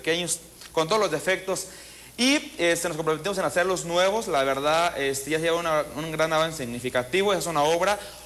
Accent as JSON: {"language": "Spanish", "town": "Churintzio", "region": "Michoacán", "country": "Mexico", "lives_now": "Morelia, Mexico", "said": "Terminé la preparatoria en Churincio, en mi municipio. Y como pues tenía esa intención, esa vocación que sentía por el tema de la política, ya es que busqué una universidad y me vine a estudiar a Morelia."}